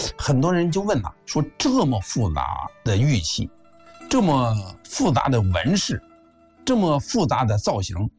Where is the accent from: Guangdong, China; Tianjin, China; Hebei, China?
Hebei, China; 到了我们河北呢